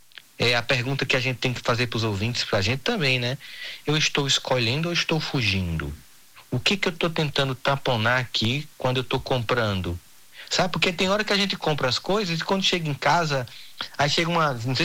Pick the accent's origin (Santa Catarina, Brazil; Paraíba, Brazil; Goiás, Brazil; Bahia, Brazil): Paraíba, Brazil; Campina Grande; mas eu sou de Campina Grande, porque eu sou paraibano.